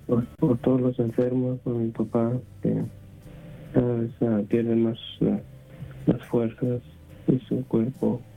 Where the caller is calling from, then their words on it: Rialto, California, United States; De Rialto.